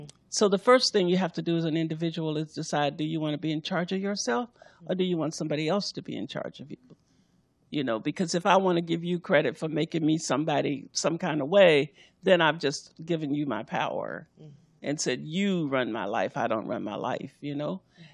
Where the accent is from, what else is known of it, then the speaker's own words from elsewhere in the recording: Arkansas, United States; I grew up in Arkansas